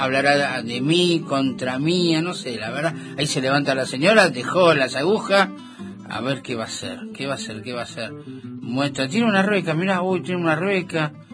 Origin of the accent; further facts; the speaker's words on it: Lago Rosario, Chubut, Argentina; soy de Lago Rosario. Mirá, el Lago Rosario, ¿eh?